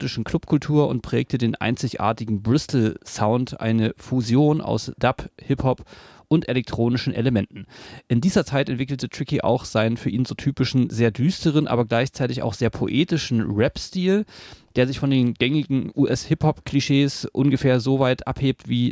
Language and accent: German; Berlin, Germany